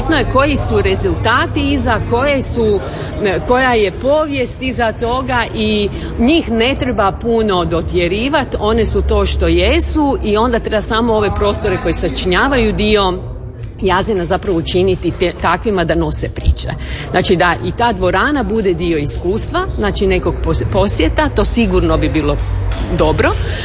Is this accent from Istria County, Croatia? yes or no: no; Zagreb, City of Zagreb, Croatia; ja nisam odavdje, ja sam Zagrepčanka